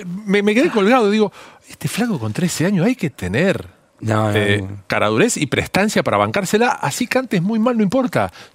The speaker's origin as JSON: {"language": "Spanish", "country": "Venezuela", "said": "Soy fan venezolano, valoro mucho tus canciones, junto."}